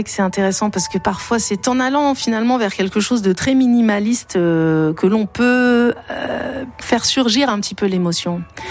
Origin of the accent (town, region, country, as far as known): Algeria